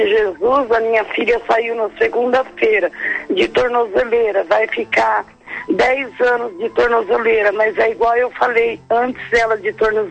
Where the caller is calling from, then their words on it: Paraná, Brazil; Eu falo do Paraná.